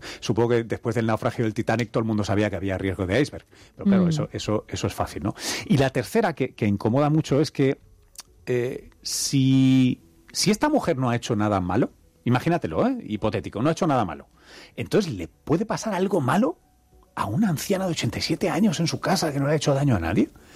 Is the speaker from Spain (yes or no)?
yes; Tomelloso, Castilla-La Mancha, Spain